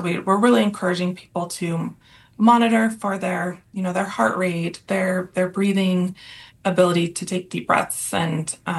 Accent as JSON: {"language": "English", "region": "Oregon", "country": "United States", "said": "I'm from Central Oregon."}